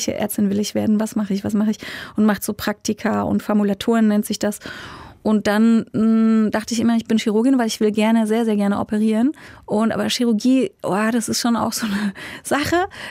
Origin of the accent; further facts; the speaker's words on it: Berlin, Germany; born there; also born or lived in Leipzig; Und dann bin ich mit meiner Mutter in West-Berlin aufgewachsen, was sehr interessant war. Das alte West-Berlin, ne, mit der Mauer noch drumherum, spezieller Ort.